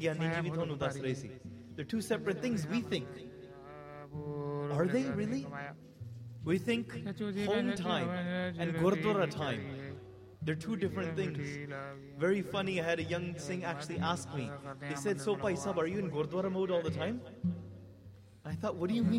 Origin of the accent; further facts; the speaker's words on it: Canada; when I grew up here in Canada and I look back even though I'm born in 94